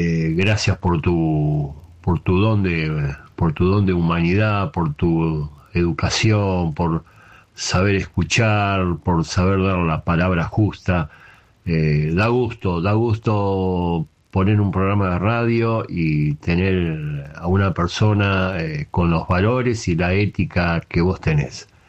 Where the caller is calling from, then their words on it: Escobar, Buenos Aires Province, Argentina; de Escobar.